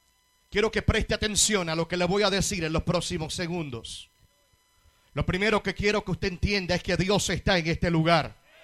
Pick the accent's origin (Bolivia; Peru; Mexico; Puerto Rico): Puerto Rico; Soy originario de una pequeña isla llamada Puerto Rico.